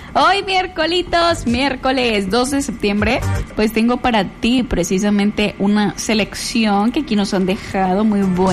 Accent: Mexico; cada vez somos más gentes mayores en México.

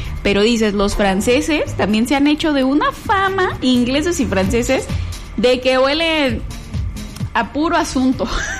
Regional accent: Mexico; ¿de qué aroma somos los mexicanos?

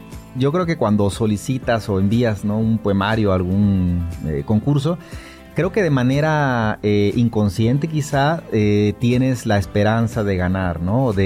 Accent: Tuxtla Gutiérrez, Chiapas, Mexico; moved away as an adult; also born or lived in Xalapa, Veracruz; now in United States; Soy originario de Tuxtla Gutiérrez, Chiapas, donde me eduqué, me formé, hice mis primeros estudios. La licenciatura la estudié en la Universidad Veracruzana, en Jalapa.

